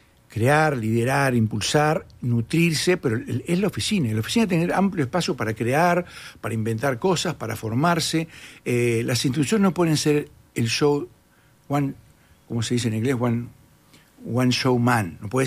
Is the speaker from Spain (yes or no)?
no; Uruguay; Los uruguayos somos crueles con nuestro país.